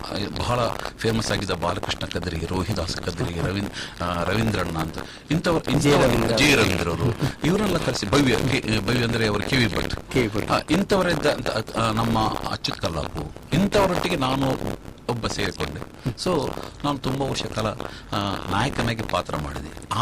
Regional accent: Mangaluru, Karnataka, India; ಬೋಳೂರ್ ಅಂದರೆ ನಾನು ಹುಟ್ಟಿದ ಊರು. ಅಂದರೆ ನಾನು ಬೋಳೂರಿನ ಹೊಯ್ಗೆ ಬೈಲಲ್ಲೇ ನಾನು ಹುಟ್ಟಿದ್ದು.

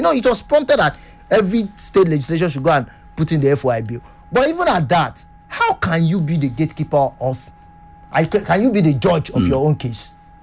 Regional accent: Kwara, Nigeria; I'm from Kwara State

